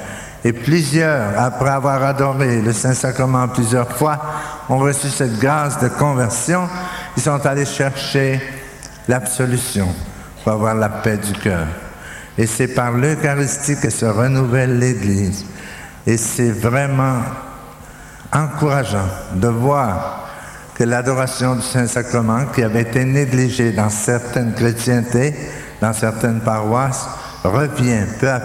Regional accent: Dominican Republic; Chez nous, en République dominicaine, nous avons une communauté charismatique

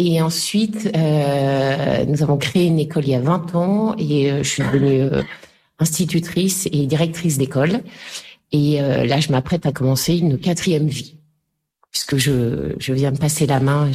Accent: Brest, Brittany, France; On vient de Brest, en Bretagne.

